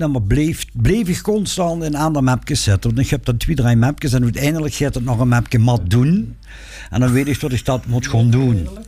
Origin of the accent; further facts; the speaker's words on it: Maastricht, Limburg, Netherlands; Ik ben geboren in Maastricht in de Jonkeruilstraat in 1960. 3 juni.